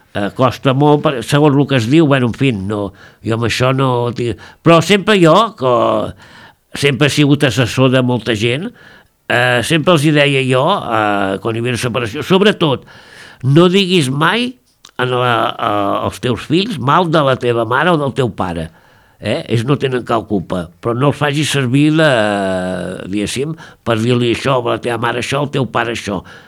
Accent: Catalonia, Spain; Som català

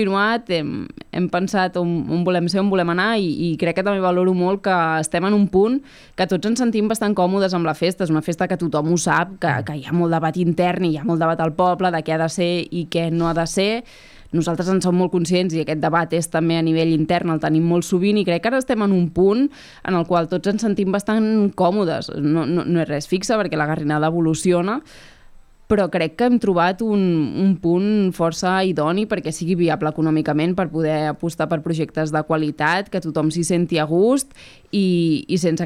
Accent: Argentona, Catalonia, Spain

